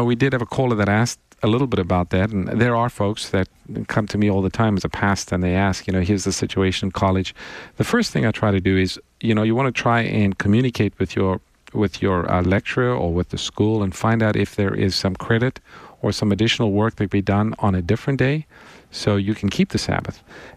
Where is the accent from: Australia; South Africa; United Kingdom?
South Africa; I'm from South Africa, grew up there, and we spent time in the mission field.